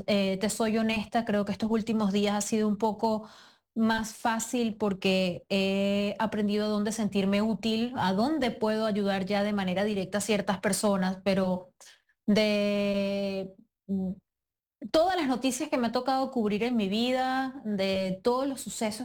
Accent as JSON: {"language": "Spanish", "country": "Venezuela", "said": "Te abrazo también como periodista y como venezolana"}